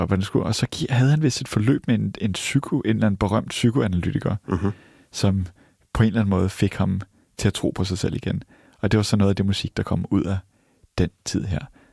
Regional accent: Sydney, New South Wales, Australia; den forstad til Sydney, jeg boede i, Greenwich, hjemme i Australien

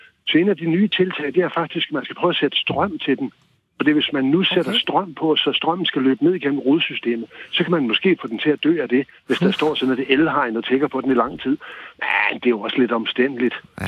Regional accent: North Denmark Region, Denmark; her i Nordjylland, hvor jeg kommer fra

